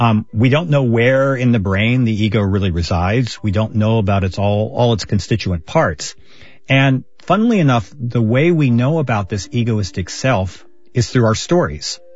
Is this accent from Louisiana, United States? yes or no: no; Texas, United States; the one thing that people found most interesting about me was that I was from Texas. And at the time, this was especially girls. And so ironically, I found myself playing up my Texan-ness.